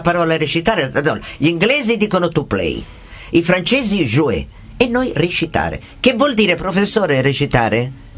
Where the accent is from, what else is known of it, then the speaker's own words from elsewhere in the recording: Tuscany, Italy; A noi ci dispiace, perché siamo toscani.